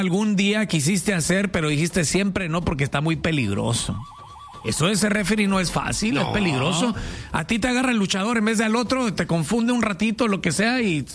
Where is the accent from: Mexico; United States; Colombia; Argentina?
Mexico; Michoacán; moved away; yo soy de Michoacán